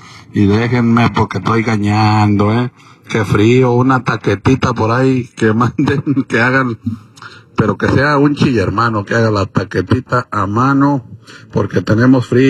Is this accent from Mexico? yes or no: yes; Mexico; hay que apoyarnos como mexicanos, hombre, aunque sea de las Chivas.